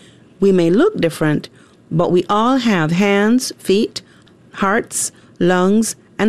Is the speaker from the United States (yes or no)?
no; Jamaica; moved away as an adult; in high school when I lived in my home country of Jamaica.